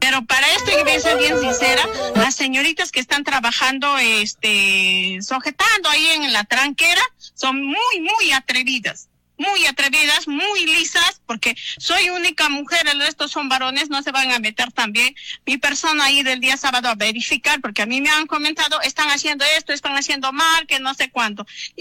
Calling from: Chaviña, Ayacucho, Peru

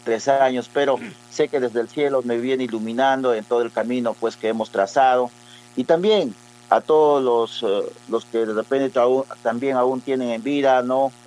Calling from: Villa Rica, Pasco, Peru; Villarrica City, profe.

